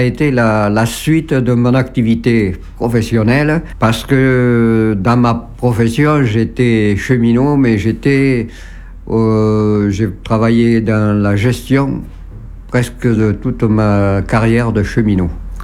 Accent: Villeneuve-sur-Lot, Nouvelle-Aquitaine, France; moved away as an adult; also born or lived in Paris / Brive-la-Gaillarde; je suis originaire de Villeneuve-sur-Lot.

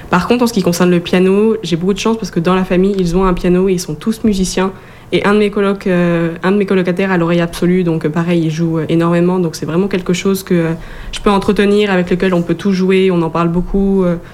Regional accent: Quebec City, Quebec, Canada; Donc, quand on dit « Moi, je suis de Québec, toi, t'es de France. »

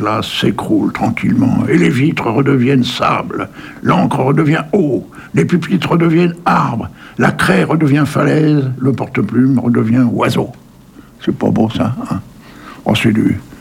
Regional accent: Hauts-de-France, France; Tu sais que je suis un ch'timi, moi.

